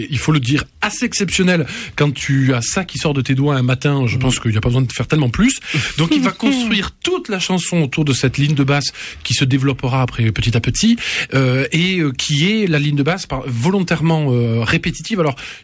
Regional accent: Toulouse, Occitanie, France; Oui, on est toulousain. Hein. Qu'est-ce que tu veux? On va pas se refaire.

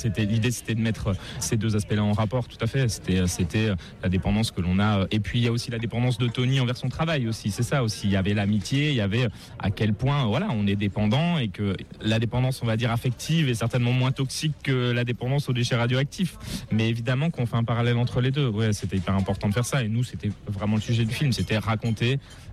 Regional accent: Grand Est, France; moved away as an adult; also born or lived in Paris; j'ai grandi à côté des poubelles nucléaires. Ça n'a jamais été un sujet. Ça a commencé à devenir un sujet quand en fait je suis parti moi de la Haute-Marne faire mes études à Paris.

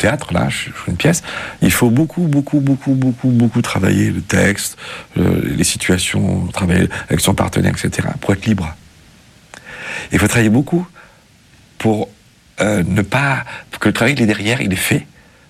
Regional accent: Mâcon, Bourgogne-Franche-Comté, France; born there; je vais avoir 16-17 ans par là. Je m'intéresse vraiment. Et là, je suis à Mâcon

